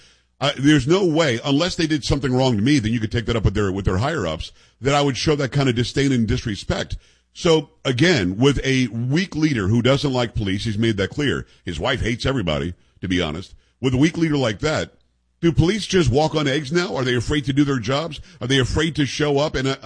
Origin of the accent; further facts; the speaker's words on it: Copiague, New York, United States; I mean, I grew up in Copaig from Amityville originally. As I said, my grandfather was the fire chief in Belmore. So as the crow flies, about 20 minutes from New York City.